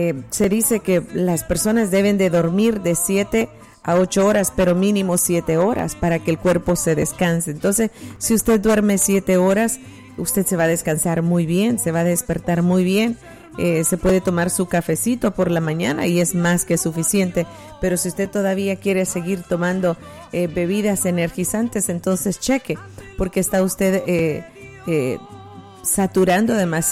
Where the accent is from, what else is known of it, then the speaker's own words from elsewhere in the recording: El Salvador; moved away; En mi país, El Salvador, hoy se celebra el Día del Padre.